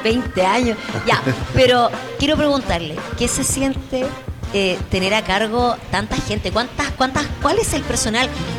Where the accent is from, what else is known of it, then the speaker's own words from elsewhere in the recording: Temuco, Araucanía, Chile; born there; somos al menos de acá. Yo nací en Temuco y me crié acá y no me he ido nunca.